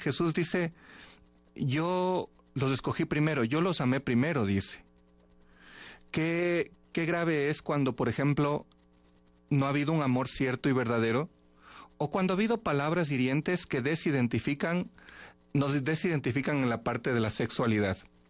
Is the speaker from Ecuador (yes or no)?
yes; Ecuador